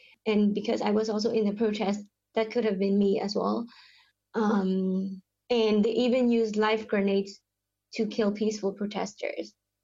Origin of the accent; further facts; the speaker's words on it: Myanmar; English is a second language; I am from Myanmar.